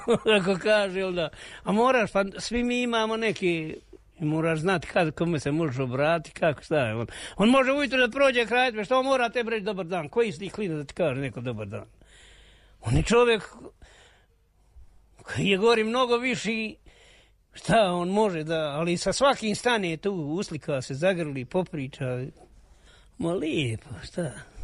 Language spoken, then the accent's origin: Serbian; Konjic, Federation of Bosnia and Herzegovina, Bosnia & Herzegovina; now in Višegrad, Bosnia and Herzegovina